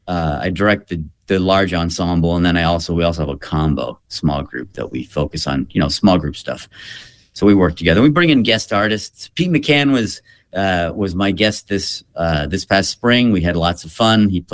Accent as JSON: {"language": "English", "town": "Toronto", "region": "Ontario", "country": "Canada", "tie": "born or raised there", "lives_now": "United States", "said": "Well, I grew up in Toronto, Canada, and I finished high school in Toronto and then went to college in Rochester, New York at the Eastman School of Music."}